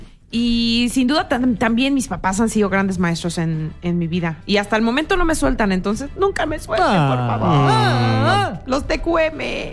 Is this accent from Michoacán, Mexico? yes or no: yes; La Piedad, Michoacán, Mexico; born or raised there; moved away